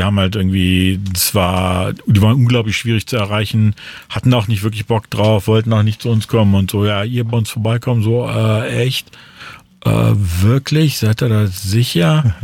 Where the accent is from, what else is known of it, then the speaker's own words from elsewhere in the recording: Braunschweig, Lower Saxony, Germany; also born or lived in Darmstadt; ich bin halt aus Braunschweig hergekommen, da war noch nicht viel los. Und ich habe halt ein paar Jahre in Darmstadt studiert